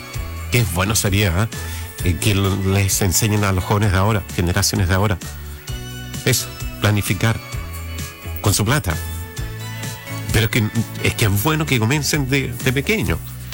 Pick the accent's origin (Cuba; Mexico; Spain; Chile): Chile